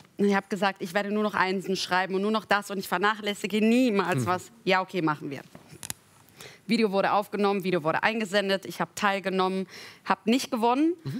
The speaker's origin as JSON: {"language": "German", "region": "North Rhine-Westphalia", "country": "Germany", "said": "Ich bin Mädchen aus dem Dorf. Ich komme aus der Nähe von Aachen."}